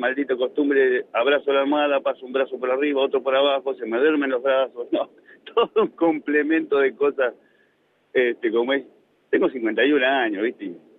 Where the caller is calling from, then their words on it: 25 de Mayo, Buenos Aires Province, Argentina; De 25 de mayo, ahora justamente estoy yendo para Navarro.